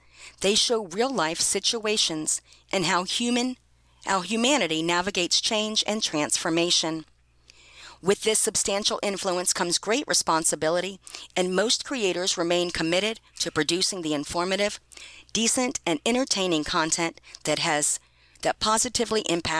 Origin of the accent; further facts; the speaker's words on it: Philippines; first language Ilocano; English is a second language; moved away; my younger days in the Philippines with my grandpa Isabello on the farm.